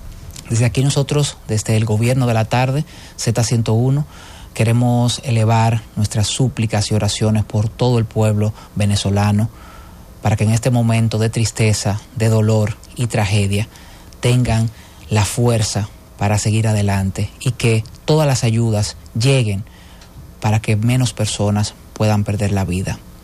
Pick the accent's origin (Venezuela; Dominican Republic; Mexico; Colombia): Dominican Republic; nosotros como República Dominicana